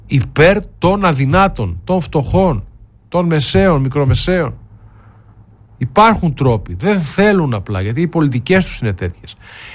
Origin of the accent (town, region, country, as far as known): Eitorf, North Rhine-Westphalia, Germany; born or raised there